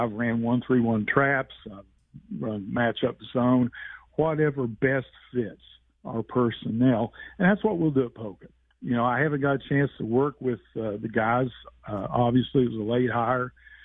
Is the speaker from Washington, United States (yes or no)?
no; Huntington, West Virginia, United States; So, but I'm from Huntington.